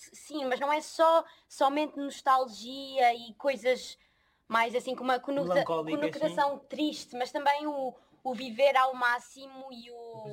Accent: Lisbon, Portugal; moved away as an adult; also born or lived in Leiria; Eu sou de Lisboa. Tive a minha formação toda em Lisboa. Quer dizer, depois fui 2 anos para Leiria.

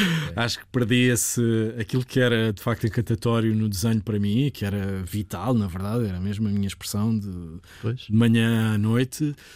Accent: Sesimbra, Setúbal, Portugal; also born or lived in Lisbon; eu sou de Sesimbra, nasci em Lisboa, mas toda a minha vida, toda a minha infância e juventude foi passada em Sesimbra.

